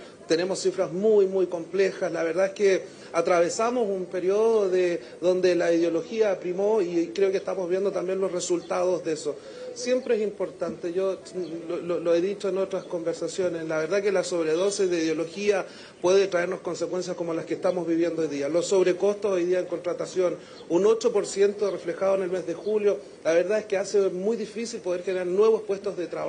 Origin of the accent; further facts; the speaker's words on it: Chile; Estamos frente a fiestas importantes para nuestro país, donde estamos celebrando como chilenos.